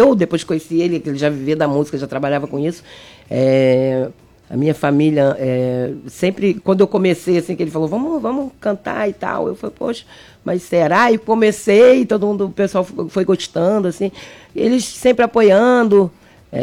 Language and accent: Portuguese; Arraial do Cabo, Rio de Janeiro, Brazil; Sou natural de Arraial do Cabo.